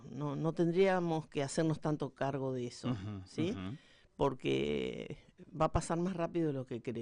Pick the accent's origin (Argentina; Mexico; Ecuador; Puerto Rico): Argentina; Formosa; Como argentina y como formoseña, los admiro.